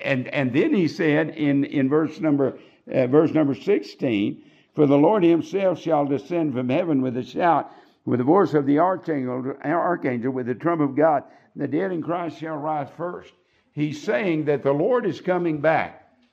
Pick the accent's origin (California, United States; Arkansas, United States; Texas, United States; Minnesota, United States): Texas, United States; I preached in my hometown last Sunday about, as I said, about 50 miles out of Amarillo.